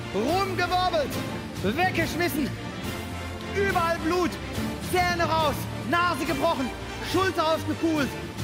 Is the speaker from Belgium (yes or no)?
yes; Brussels, Brussels-Capital Region, Belgium; moved away; Ich komme ja ursprünglich aus Brüssel, um ganz genau zu sein, Brüssel.